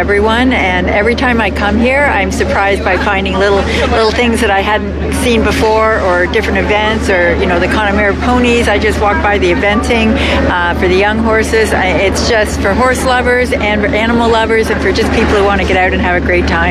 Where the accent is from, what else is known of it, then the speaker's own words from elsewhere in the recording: Canada; I'm a Canadian rider